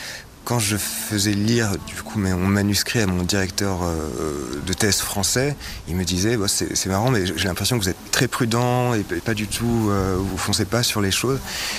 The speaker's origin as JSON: {"language": "French", "town": "Bordeaux", "region": "Nouvelle-Aquitaine", "country": "France", "tie": "born or raised there", "said": "c'était dans ma ville natale à Bordeaux"}